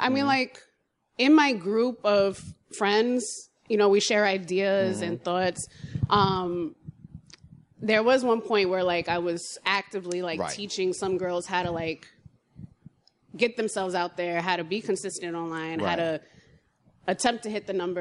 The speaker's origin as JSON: {"language": "English", "region": "New York", "country": "United States", "said": "I'm from New York. I like to just go do random stuff in places like the middle of the world, which is Times Square."}